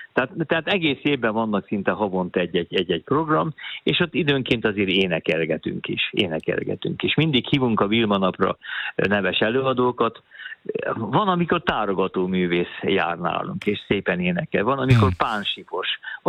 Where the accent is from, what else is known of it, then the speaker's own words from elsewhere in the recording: Somogyszob, Somogy, Hungary; born there; ugye én somogyszobi vagyok alapvetően, nem nagyadáli, ott születtem